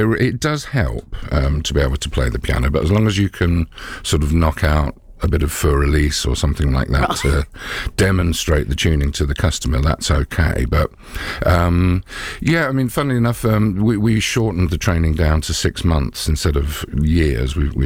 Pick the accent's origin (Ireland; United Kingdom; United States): United Kingdom; Watford, East of England; now in London, United Kingdom; I ended up moving from my hometown in Watford into London